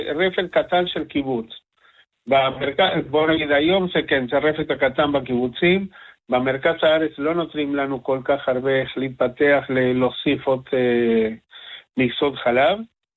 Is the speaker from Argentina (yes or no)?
yes; Argentina; accent: Spanish; Hebrew is a second language; now in Israel; אני ארגנטינאי.